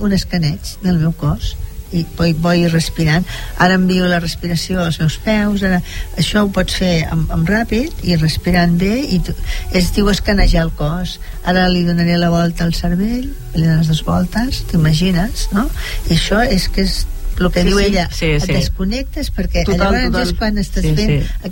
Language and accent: Catalan; Catalonia, Spain; som catalans, això també ens va bé